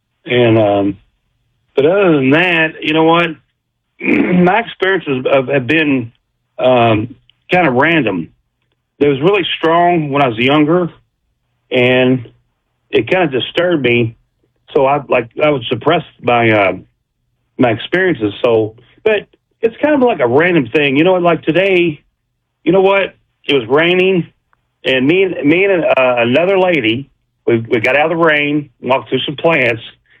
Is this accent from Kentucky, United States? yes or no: yes; Louisville, Kentucky, United States; I'm from Louisville, Kentucky.